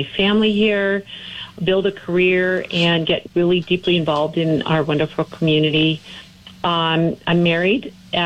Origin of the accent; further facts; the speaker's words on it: Simi Valley, California, United States; born there; also born or lived in Northridge; My parents moved the family here from Northridge in 1978